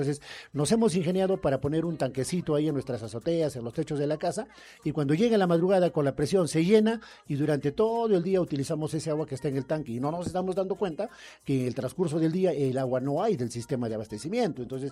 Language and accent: Spanish; Chilca, Junín, Peru; haber nacido, haber crecido y vivir en Chilca 55 años de mi vida